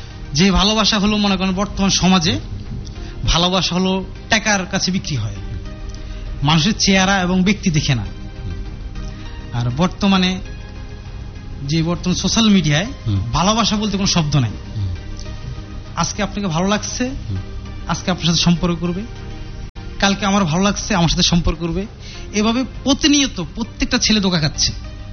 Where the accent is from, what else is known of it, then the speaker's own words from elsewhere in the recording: Comilla, Chittagong Division, Bangladesh; now in Dhaka, Bangladesh; আমার দেশের বাড়ি হলো কুমিল্লা, আমি থাকি ঢাকা তেজগাঁও